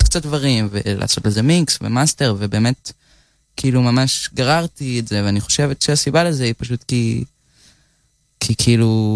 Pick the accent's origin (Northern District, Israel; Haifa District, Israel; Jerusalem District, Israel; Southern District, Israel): Haifa District, Israel; Hadera; אני גדלתי בחדרה, נולדתי ב-2002, אני בת 24